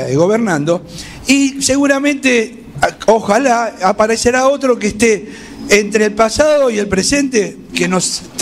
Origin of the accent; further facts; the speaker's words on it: Argentina; Somos argentinos, sabemos sufrir y sabemos tener esperanza.